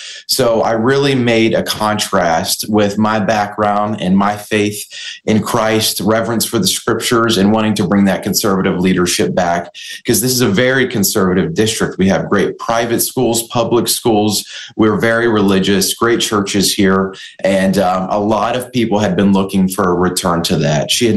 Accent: Kentucky, United States; I was born and raised here in Northern Kentucky. I come from a family of servant leaders. My grandparents started a church in the district over 40 years ago.

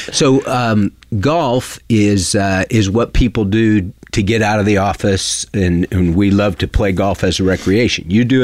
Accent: Texas, United States

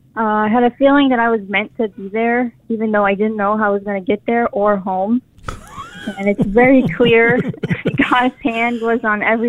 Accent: Webster, New York, United States; Webster, New York.

